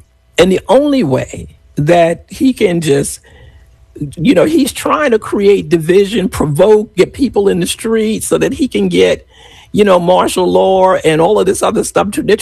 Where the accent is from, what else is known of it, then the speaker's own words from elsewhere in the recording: New York, United States; I'm from Brooklyn